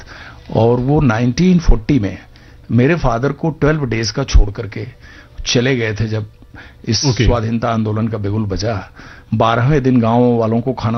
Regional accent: Chauri Chaura, Uttar Pradesh, India; इलाके में पैदा हुआ था, चोरी चूरा तहसील, गोरखपुर डिस्ट्रिक्ट।

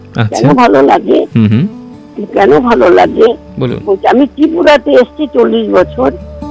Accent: Kolkata, West Bengal, India; born there; moved away as an adult; now in Tripura, India; আমি জন্মস্থান কলকাতায় আমার আমি কলকাতায় এগুলো পাইনি কেননা কলকাতা সব আত্মকেন্দ্রিক ছিলাম ফ্ল্যাটে ছিলাম

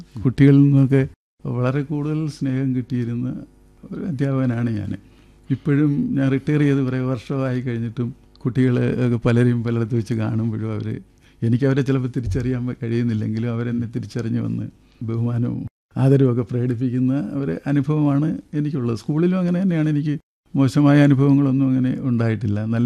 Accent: Karunagappally, Kerala, India

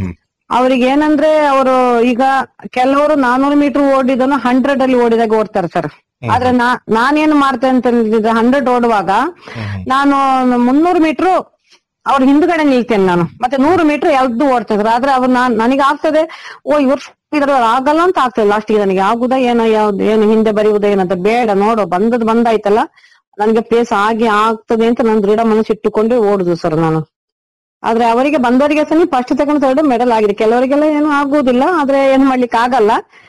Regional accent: Karnataka, India; also born or lived in Kodagu; ಇಲ್ಲಿ ತೋಡಿಕಂದ ನಮ್ಮ ಊರಿನವರು ಸಹ ನನ್ನ ಮೇಲೆ ಒಂದು ಹೆಮ್ಮೆ ಇಡ್ತಾರೆ ಸರ್.

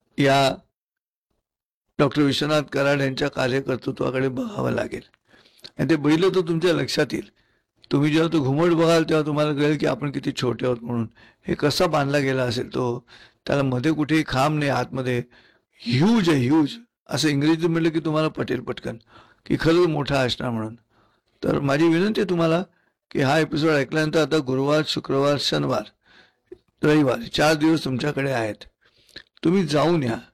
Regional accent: Pune, Maharashtra, India; आम्ही पुणेकर आहोत.

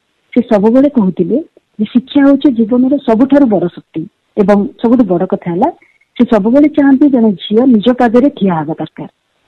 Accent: Koraput, Odisha, India; ମୁଁ ଓଡ଼ିଶାର କୋରାପୁଟ ଭଳି ଏକ ତୁଳନାତ୍ମକ ପଛୁଆ ଜିଲ୍ଲାର ଗୋଟିଏ ପାରମ୍ପରିକ ପରିବାର ବା ଆମେ କହିପାରିବା ରକ୍ଷଣଶୀଳ ପରିବାରରୁ ଆସିଛି।

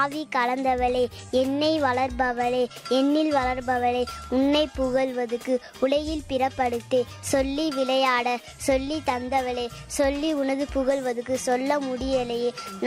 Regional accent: Periyakulam, Tamil Nadu, India; பெரிய குளம் கள்ளிப்பட்டி

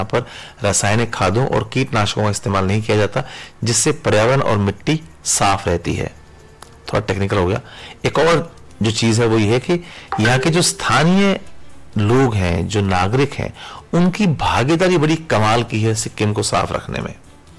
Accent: Haryana, India; हमारी संस्कृति, हरियाणवी संस्कृति जो है

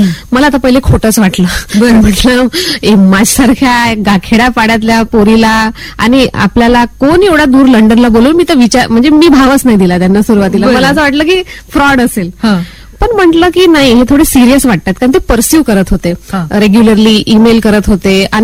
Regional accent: Wardha, Maharashtra, India; moved away; मी पुलगाव, वर्धेनंतर जे पुलगाव आहे तिथे विटाळा म्हणून ते आमचं गाव आहे. सो माझं बालपण तिथे गेलं आणि 12वीपर्यंत तिथेच शिक्षण झालं. माझ्या घरी 2-3 एकर शेती आहे

